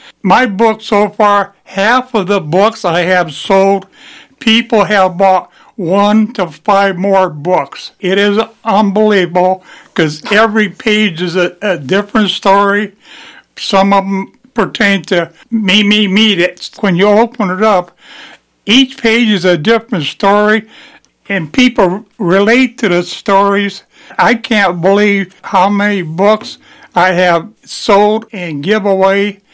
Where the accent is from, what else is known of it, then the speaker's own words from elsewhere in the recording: Indiana, United States; Basically, born and raised in Lake County, Indiana.